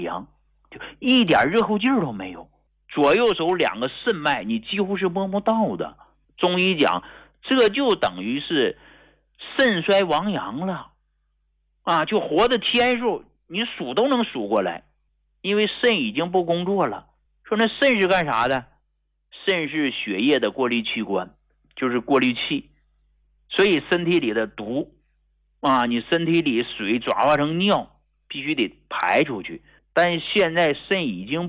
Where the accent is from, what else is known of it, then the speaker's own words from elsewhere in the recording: Hegang, Heilongjiang, China; born there; 我出生在黑龙江鹤岗工农区一户农家